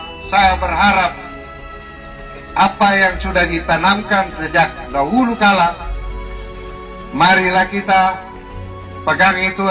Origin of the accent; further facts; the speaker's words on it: Soya, Maluku, Indonesia; sebagai orang Soya yang mempunyai satu kebiasaan adat yang sudah diturunkan oleh leluhur sehingga negeri ini terbentuk